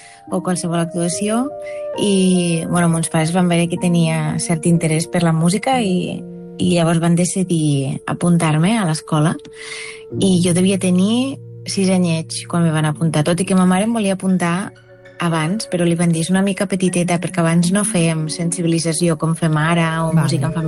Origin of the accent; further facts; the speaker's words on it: La Ràpita, Catalonia, Spain; soc de la Ràpita